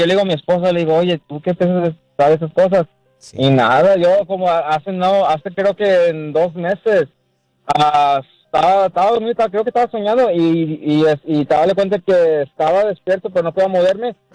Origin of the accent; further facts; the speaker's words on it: Sabinas Hidalgo, Nuevo León, Mexico; Bueno, allá en Sabinas, donde soy yo de Sabinas, Hidalgo, Nuevo México. Uh-huh. Una de las casas que tenía allá, tenemos allá en el rancho.